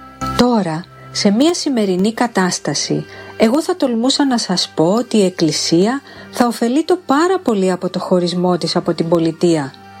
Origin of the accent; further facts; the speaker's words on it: Prokopi, Central Greece, Greece; τον Άγιο Ιωάννη το Ρώσο, την πατρίδα μου